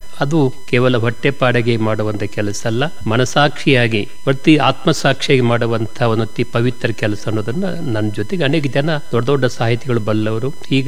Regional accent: Mutnal, Karnataka, India; ನಮ್ಮೂರು ಬೆಳಗಾವಿ ತಾಲೂಕಿನ ನೀರ್ ಬಹಳ ಹತ್ತಿರ ಇರುವಂತ ಮುತ್ನಾಳ ಅಂತ ಒಂದು ಊರು. ಮುತ್ನಾಳ ಊರನ್ನೇ ಬಹಳ ವಿಶೇಷವಾದಂತಿ ಮಲೆನಾಡಿನ ಸೆರಗು, ಭತ್ತದ ಗದ್ದೆಗಳು ಬಹಳಷ್ಟು. ಸುಮಾರು ಮಳೆ ಅಂತೂ ಮೂರ್ನಾಲ್ಕು ತಿಂಗಳು ಸತತವಾಗಿ ಮಳೆ ಬರ್ತಾ ಇತ್ತು.

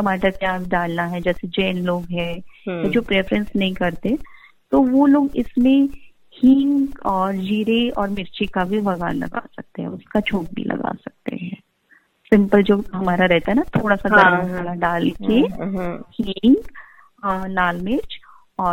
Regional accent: Rajasthan, India; now in Bangalore, India

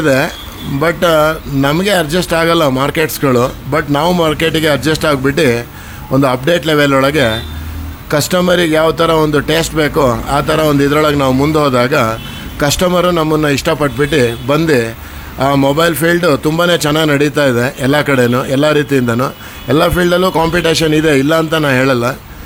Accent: Shivamogga, Karnataka, India; ನಾವು ಶಿವಮೊಗ್ಗದಲ್ಲೇ ಹುಟ್ಟಿದವರು. … Manjunatha talkies area, Shivamogga. So ಅಲ್ಲಿಂದ ಇಲ್ಲೇ ಎಜುಕೇಷನ್ಸ್ ಎಲ್ಲ ಶಿವಮೊಗ್ಗದಲ್ಲೇ ಆಗಿ

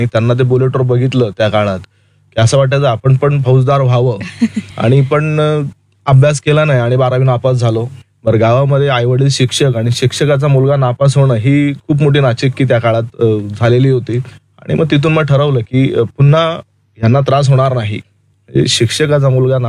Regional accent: Bhusawal, Maharashtra, India; माझं बालपण आणि जन्म जळगाव जिल्ह्यामध्ये भुसावळला झालेलं आहे, माझं शिक्षण भुसावळला आणि जळगावला झालेलं आहे

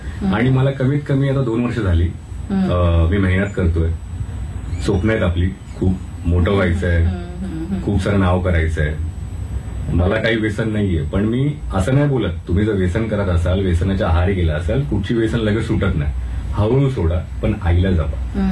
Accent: Mumbai, Maharashtra, India; born there; मी जिथे जन्मलोय लालबाग काळा जो की परेल या एरियामध्ये खूप काही गोष्टी घडलेल्या आहेत

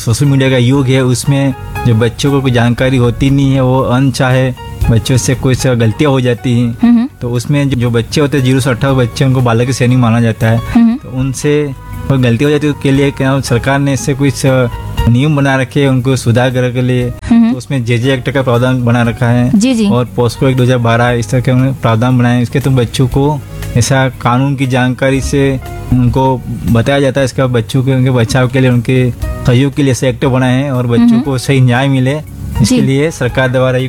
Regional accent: Anandpuri, Rajasthan, India; मैं गाँव का रहने वाला हूँ आनंदपुरी का, और मैंने 6ठी से 8ठी तक जो कक्षा है वो मिडिल स्कूल में गांव में आनपुरी पढ़ा हूँ मैं, और 9वीं से 12वीं तक मैं डूंगरपुर राजकीय मारो स्कूल में पढ़ा हुआ हूँ।

